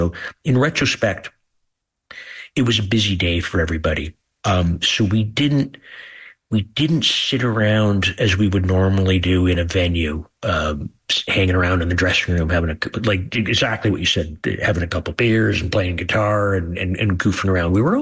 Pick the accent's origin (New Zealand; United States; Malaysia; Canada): Canada; Kingston, Ontario; We're just guys from Kingston, Ontario.